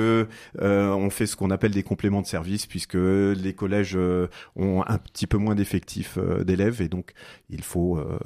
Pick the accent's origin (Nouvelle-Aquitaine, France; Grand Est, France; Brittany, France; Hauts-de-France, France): Grand Est, France; also born or lived in Saint-Avold; je suis un produit 100% mosellan, né à Saint-Avold et résident pendant toute ma jeunesse dans une petite bourgade qui s'appelle Zimin